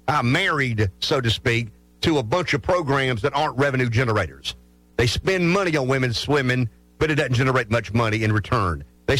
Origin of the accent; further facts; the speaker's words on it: the South, United States; As a Southerner would, Josh, I have a certain paranoia about me